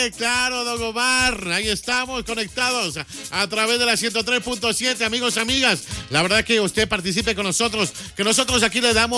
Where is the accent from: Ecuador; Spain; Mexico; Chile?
Ecuador; a nosotros, bueno, los ecuatorianos